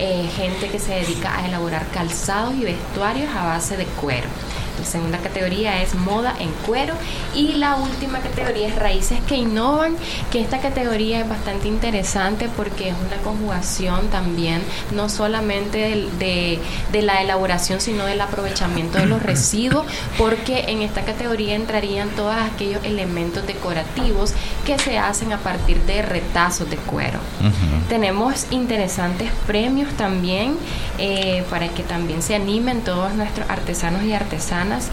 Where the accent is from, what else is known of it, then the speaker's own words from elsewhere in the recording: Nicaragua; nos caracteriza como nicaragüense